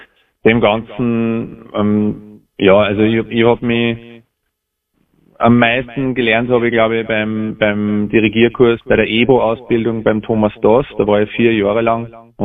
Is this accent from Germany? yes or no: no; Waidhofen an der Ybbs, Lower Austria, Austria; Ja, ich komme aus Weidhofen an der Ibs im Mostviertel in Niederösterreich